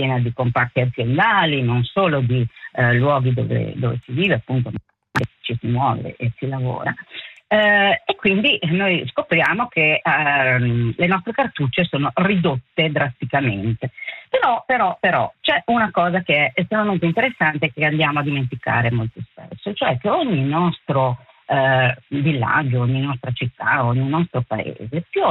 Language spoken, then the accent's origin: Italian; Switzerland